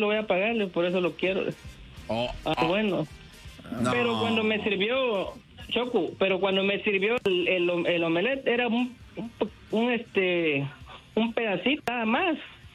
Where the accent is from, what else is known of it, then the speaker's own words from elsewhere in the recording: Chiapas, Mexico; now in Chattanooga, United States; Ah, yo soy de Chiapas.